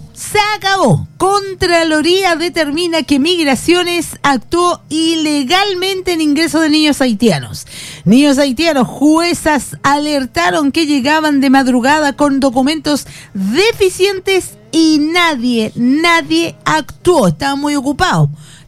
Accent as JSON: {"language": "Spanish", "country": "Chile"}